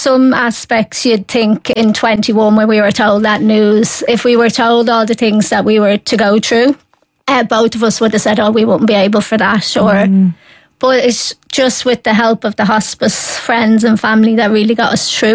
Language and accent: English; Wicklow, Leinster, Ireland; So we're originally from Wicklow.